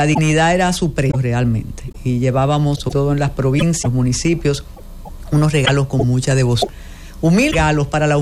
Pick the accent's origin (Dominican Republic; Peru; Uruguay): Dominican Republic; Puerto Plata; yo la tuve en mi infancia en Puerto Plata